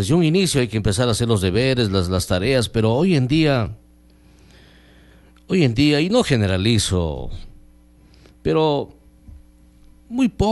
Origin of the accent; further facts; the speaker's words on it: Ecuador; Me identifico porque soy ecuatoriano.